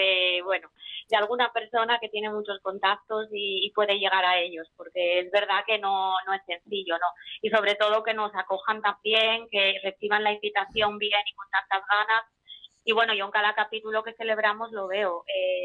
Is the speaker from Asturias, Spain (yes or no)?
yes; Asturias, Spain; moved away as an adult; also born or lived in Madrid; now in southern Spain; Yo nací en Asturias, crecí en Asturias, pero bueno, en un momento dado de mi vida, pues yo estaba trabajando en Madrid y bueno, pues tuve la oportunidad de venir a vivir al sur.